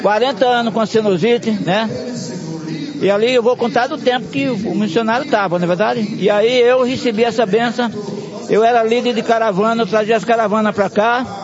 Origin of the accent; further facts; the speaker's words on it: Bahia, Brazil; Eu vim da Bahia com ela e vim curada aqui na Deus e Amor.